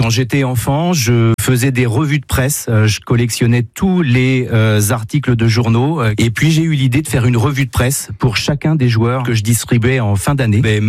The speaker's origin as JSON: {"language": "French", "town": "Le Mans", "region": "Pays de la Loire", "country": "France", "tie": "born there", "said": "j'ai 45 ans, je suis né au Mans. Je me partage aujourd'hui entre le Mans, où j'ai une maison, et puis l'Autriche."}